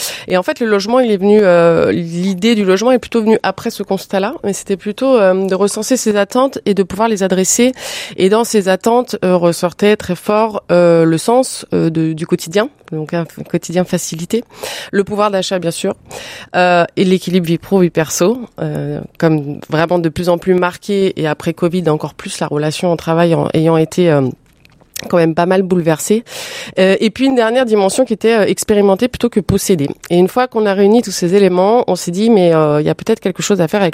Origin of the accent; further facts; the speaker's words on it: Lyon, Auvergne-Rhône-Alpes, France; Moi je suis lyonnaise, j'étais déjà sur Lyon